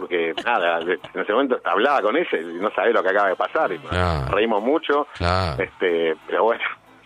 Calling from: Buenos Aires, Argentina; De Capital.

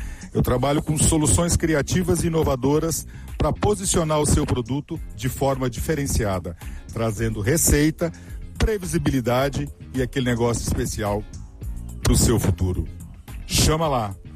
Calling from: São José do Rio Preto, São Paulo, Brazil; eu sou de São José do Rio Preto.

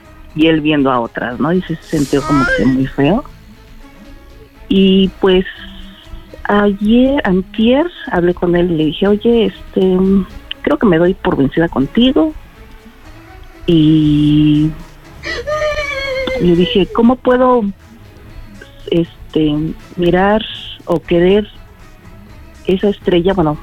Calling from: Mexico City, Mexico; Soy de la Ciudad de México del Sur.

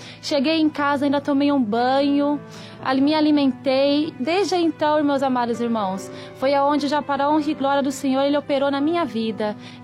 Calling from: Suzano, São Paulo, Brazil; Eu sou de Suzano, Rua Amélia Guerra, 865, Vila Morim.

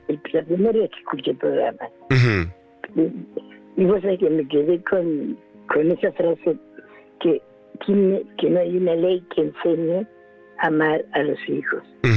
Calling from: Chacabuco, Buenos Aires Province, Argentina; soy de Chacabuco.

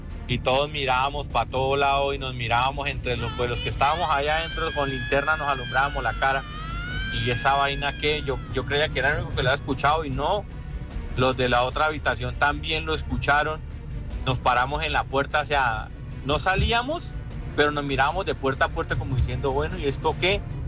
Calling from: Villavicencio, Meta, Colombia; Yo soy de aquí de Villavicencio

